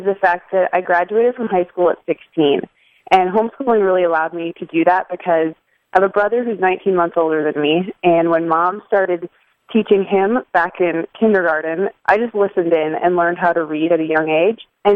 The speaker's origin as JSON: {"language": "English", "region": "North Dakota", "country": "United States", "tie": "born or raised there", "said": "Because growing up in North Dakota, we could only practice outside 7 months a year."}